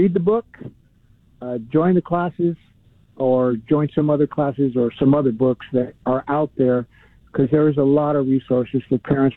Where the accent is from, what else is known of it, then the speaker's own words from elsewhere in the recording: Los Angeles, California, United States; And I grew up in Northeast L.A., which is, there's known for violence and gangs and drugs and things like that.